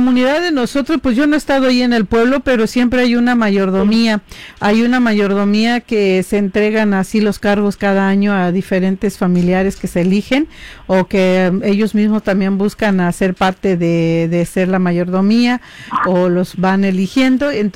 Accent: San Juan Mixtepec, Oaxaca, Mexico; now in Baja California, Mexico; Mi pueblo se llama, en nuestra propia lengua, se llama Ñusnúbico. Los más ancianos de mi pueblo le dicen Ñusnúbico por el hecho de que está como colina, ¿no? En la encima de la colina, claro, donde baja la nube.

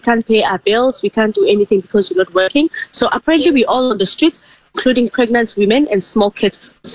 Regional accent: Ghana; now in South Africa; I can't say I'm going back to Ghana because I grew up in Ghana

